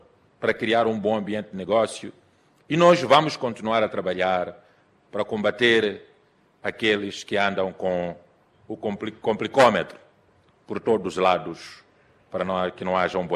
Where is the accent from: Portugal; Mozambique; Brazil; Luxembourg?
Mozambique